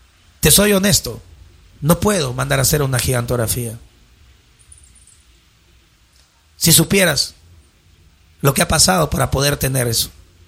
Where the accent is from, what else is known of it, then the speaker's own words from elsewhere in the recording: Ferreñafe, Lambayeque, Peru; un ferreñafano como tú